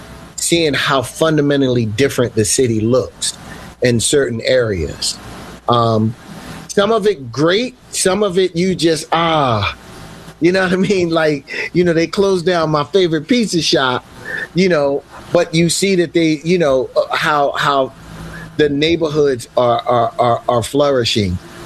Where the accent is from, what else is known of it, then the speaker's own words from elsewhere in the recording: Philadelphia, Pennsylvania, United States; growing up in West Philly